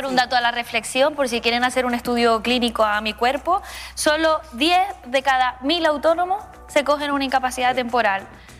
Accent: Canary Islands, Spain; El elefante en la habitación, la vivienda, nosotros que somos de Tenerife, es prohibitivo, literal, vivir allí

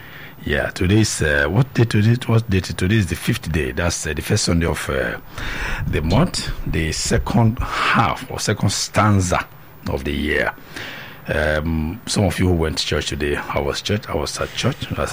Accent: Bende, Abia, Nigeria; moved away; when I was growing up in Bende, it was a rural electric.

